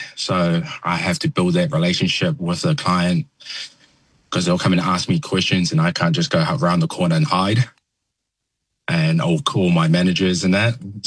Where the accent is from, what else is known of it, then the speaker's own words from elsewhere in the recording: Auckland, New Zealand; I was born in New Zealand. I lived my whole life in Auckland. And my parents, my mum is from Te Whisi Vava'u, and my dad is from the main island.